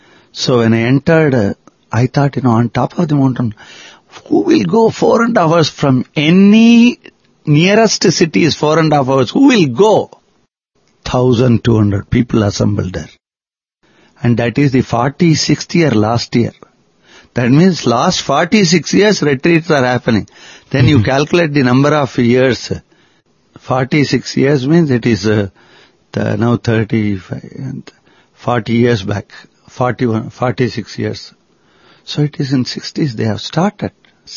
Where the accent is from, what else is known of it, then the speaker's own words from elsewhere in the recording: Tamil Nadu, India; my first native place is Prashantilyam, though I am from Tamil Nadu